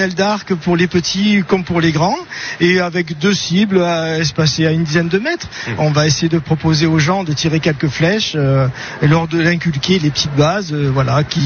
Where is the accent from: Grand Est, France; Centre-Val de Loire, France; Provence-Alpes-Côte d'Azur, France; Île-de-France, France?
Provence-Alpes-Côte d'Azur, France; Nice; born there; Niçois, oui, je suis né à Nice, je suis né dans ce même quartier